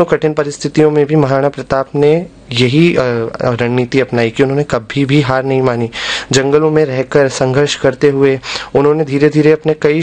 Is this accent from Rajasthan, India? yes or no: yes; Rajasthan, India; हम लोग भी राजस्थानी हैं